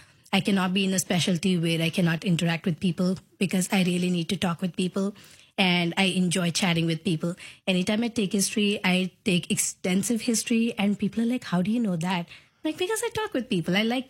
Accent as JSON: {"language": "English", "country": "India", "tie": "born or raised there", "also_born_or_lived": "Iowa / Pennsylvania", "moved": "as an adult", "lives_now": "Decatur, United States", "said": "I'm from India, grew up in India, and I went to med school in India. I got married and moved to Iowa."}